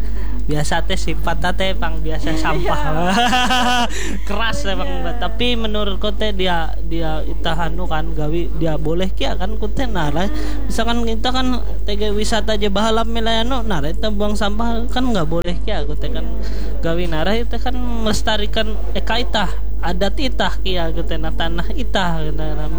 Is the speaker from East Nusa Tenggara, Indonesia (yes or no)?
no; Palangkaraya, Central Kalimantan, Indonesia; ita sebagai anak Dayak lah asli Palangkaraya